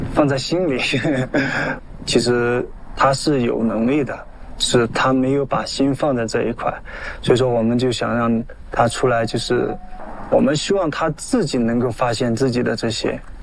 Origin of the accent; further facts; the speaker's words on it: Rongchang, Chongqing, China; 我们老家是那个重庆荣昌的。